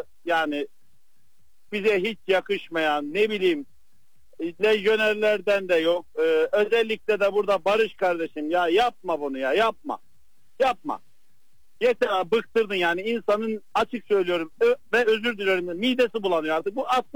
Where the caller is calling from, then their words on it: Istanbul, Turkey; ben İstanbul'dan.